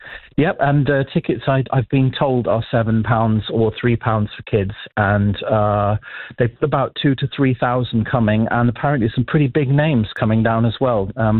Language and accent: English; United Kingdom; also born or lived in Dortmund; Yeah, I'm British, and but I lived in Dortmund for 10 years